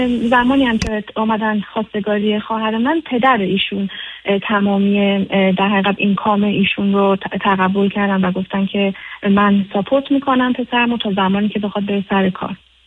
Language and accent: Persian; Iran; یعنی ما خانواده ها از 2 شهر متفاوت از ایران هستیم، 2 فرهنگ متفاوت، 2 زبان متفاوت هستیم